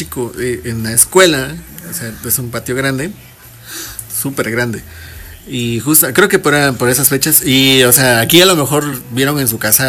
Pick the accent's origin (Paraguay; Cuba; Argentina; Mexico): Mexico; Acatlán; moved away; allá en mi tierra les llaman chiquiliches